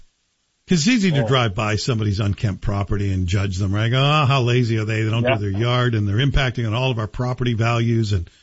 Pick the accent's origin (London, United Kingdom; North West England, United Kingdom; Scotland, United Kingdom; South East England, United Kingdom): Scotland, United Kingdom; born there; moved away; I'm from Old Scotia, born in Scotland.